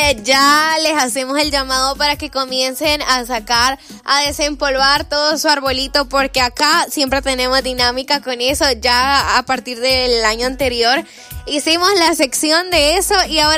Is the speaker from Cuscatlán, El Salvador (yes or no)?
no; Santa Tecla, La Libertad, El Salvador; Allá está en mi pueblo